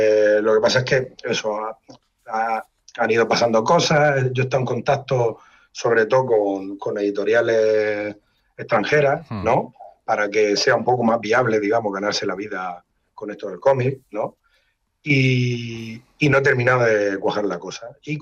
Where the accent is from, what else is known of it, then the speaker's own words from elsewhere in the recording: Cartagena, Region of Murcia, Spain; born there; yo soy de Cartagena, y yo estudiaba en Maristas, colegio religioso y tal